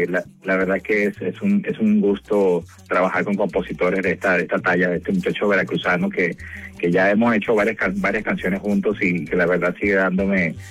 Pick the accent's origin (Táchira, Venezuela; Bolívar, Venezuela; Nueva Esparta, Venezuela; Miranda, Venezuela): Nueva Esparta, Venezuela; Margarita Island; moved away as an adult; now in Playa del Carmen, Mexico; Yo también soy del Caribe, soy de la isla de Margarita en Venezuela y me siento aquí como en mi casa.